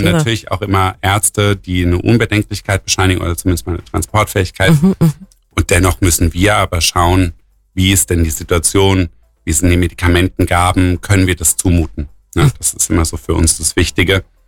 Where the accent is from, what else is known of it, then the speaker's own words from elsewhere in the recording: Rhine-Neckar, Germany; also wie man hört, bin ich auch nicht hier aus der Region, sondern ich komme aus dem Metropolregion Rhein-Neckar, wie es so schön heißt.